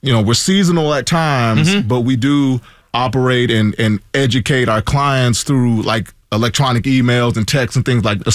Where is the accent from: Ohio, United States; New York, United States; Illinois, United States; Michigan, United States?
Illinois, United States; Chicago; We're both from Chicago.